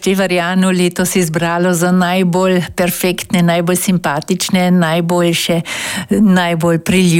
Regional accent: Carinthia, Austria; Tudi koroški Slovenci smo zelo tesno povezani s tem festivalom

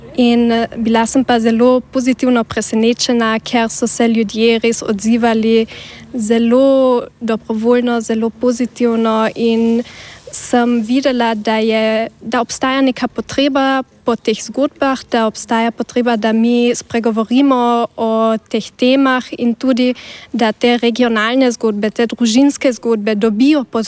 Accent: Carinthia, Austria

